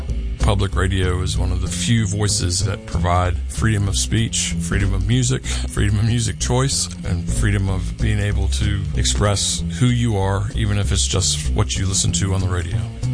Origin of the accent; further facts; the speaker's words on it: Charlottesville, Virginia, United States; I'm from Charlottesville, born and raised.